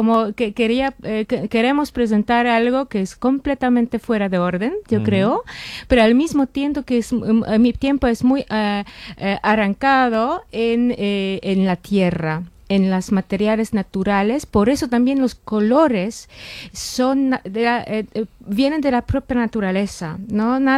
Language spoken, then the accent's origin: Spanish; Kraków, Lesser Poland, Poland; Spanish is a second language; now in Madrid, Spain; yo vengo ahora de Madrid, pero yo soy de Cracovia, entonces del sur de Polonia